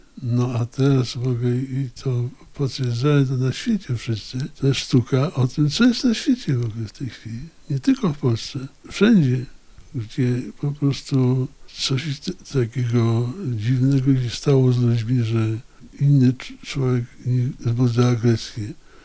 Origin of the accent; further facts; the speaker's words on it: Białystok, Podlaskie Voivodeship, Poland; ja się wychowałem w cieniu bardzo dobrego teatru lalkowego w Białymstoku.